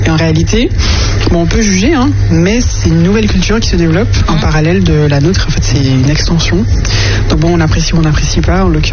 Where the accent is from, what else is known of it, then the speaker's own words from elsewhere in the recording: Martinique; en tant que martiniquais vivant en Martinique